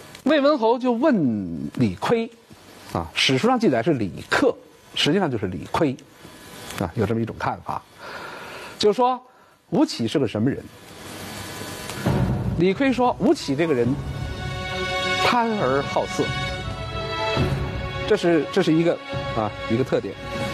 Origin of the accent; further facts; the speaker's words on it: China; 我们中国人说话经常是连着说，